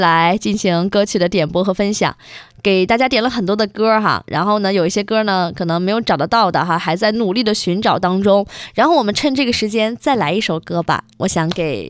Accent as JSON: {"language": "Chinese", "town": "Dalian", "region": "Liaoning", "country": "China", "said": "我觉得每到这个季节，作为大连人都特别的幸福。"}